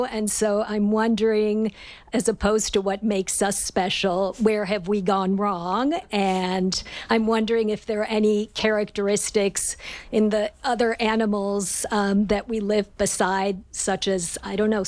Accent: San Francisco, California, United States; from San Francisco

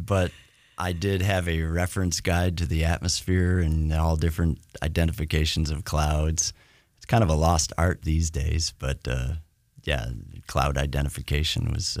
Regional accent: Northeast, United States; moved away; originally I used to be most fascinated with snowstorms growing up in the Northeast

